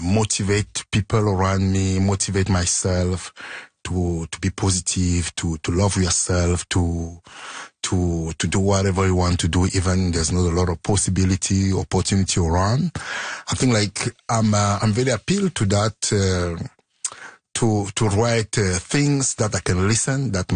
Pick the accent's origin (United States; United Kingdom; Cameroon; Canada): Cameroon; I grew up in Cameroon, colonized country by French and England